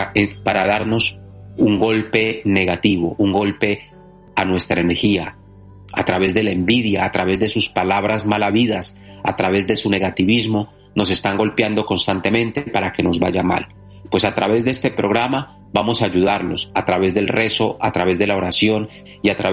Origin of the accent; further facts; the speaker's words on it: Catemaco, Veracruz, Mexico; de Catemaco, Veracruz, y todos los curanderos de fe estamos aquí preparados